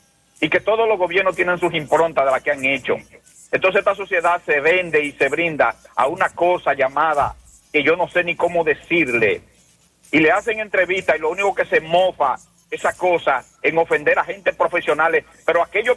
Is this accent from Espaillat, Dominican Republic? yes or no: yes; Moca, Espaillat, Dominican Republic; Buenos días, mi pueblo mocano